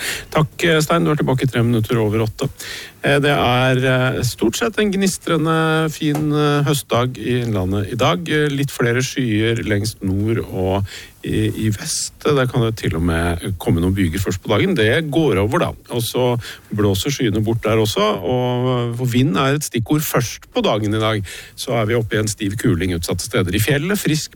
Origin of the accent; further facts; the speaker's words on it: Drøbak, Akershus, Norway; now in Hamar, Norway; For jeg jo født og oppvokst I Drøbak. Og så hører jeg jo at jeg etter snart 25 år I Hamar, jeg prater jo veldig mye breiere nå enn jeg gjorde da.